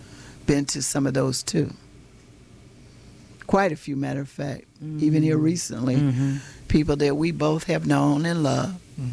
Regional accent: the South, United States; born there; now in Rochester, United States; even since I've been here in Rochester, New York, because I was born in the South.

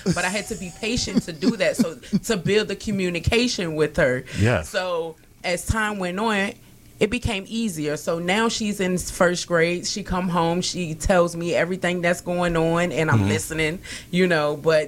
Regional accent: United States; You know, I'm from the United States.

